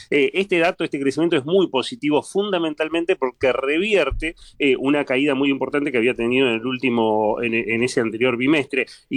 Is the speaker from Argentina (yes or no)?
yes; Argentina; fíjate cómo somos los argentinos